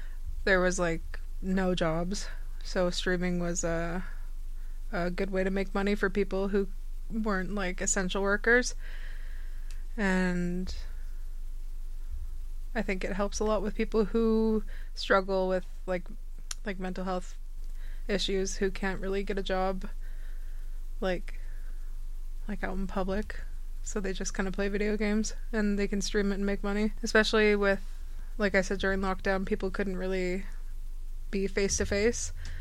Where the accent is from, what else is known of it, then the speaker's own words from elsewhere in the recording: Canada; And he's from Florida, and I'm from Canada, obviously.